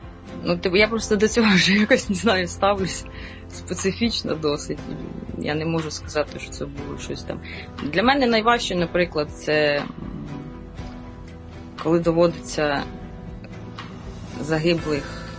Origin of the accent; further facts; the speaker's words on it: Dnipro, Dnipropetrovsk Oblast, Ukraine; Я сама з Дніпра.